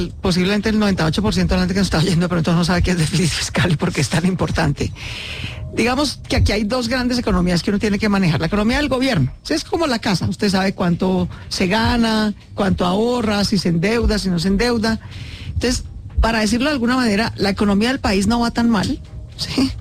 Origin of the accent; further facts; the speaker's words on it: Colombia; pues como somos colombianos, ¿cierto?